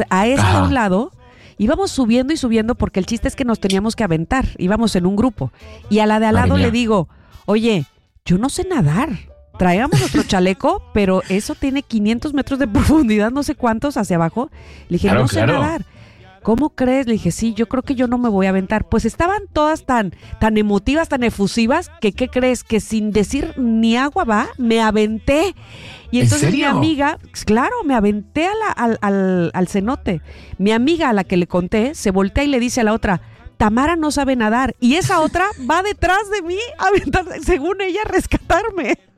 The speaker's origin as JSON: {"language": "Spanish", "region": "Veracruz", "country": "Mexico", "said": "Yo soy jarocha y no sé nadar."}